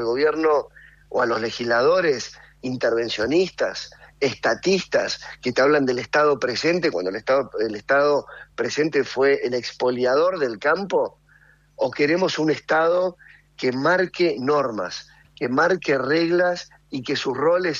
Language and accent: Spanish; Argentina